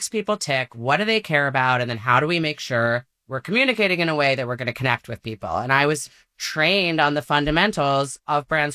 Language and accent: English; New York, United States; I grew up in New York, right outside the city, largely went to high school in the city.